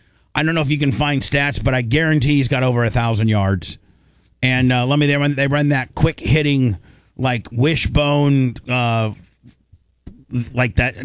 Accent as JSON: {"language": "English", "town": "Warsaw", "region": "Indiana", "country": "United States", "tie": "born or raised there", "said": "You know, on Warsaw, Indiana, my hometown means a lot to me."}